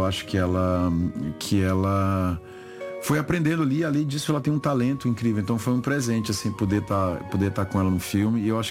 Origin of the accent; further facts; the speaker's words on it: Brazil; Acho que como brasileiro a gente tem uma coisa, a gente é meio otimista patológico, né?